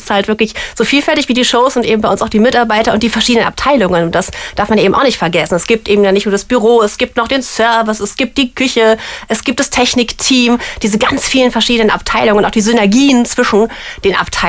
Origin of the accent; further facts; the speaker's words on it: Bonn, North Rhine-Westphalia, Germany; Ich bin selber auch Rheinländerin, Urbonnerin.